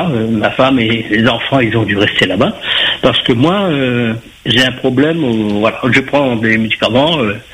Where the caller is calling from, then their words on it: Paris, Île-de-France, France; moi, je suis sur Paris, mais j'étais en vacances du côté des Pyrénées